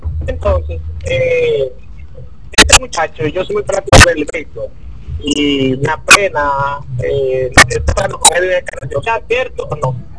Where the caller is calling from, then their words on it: Moca, Espaillat, Dominican Republic; desde Moca.